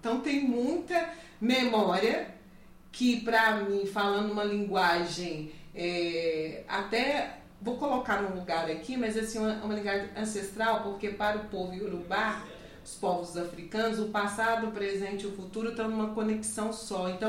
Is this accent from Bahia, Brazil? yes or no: no; Oliveira, Minas Gerais, Brazil; moved away; eu também não sou daqui como o Wander, eu sou de Oliveira. E Oliveira a gente tem tradições afro-indígenas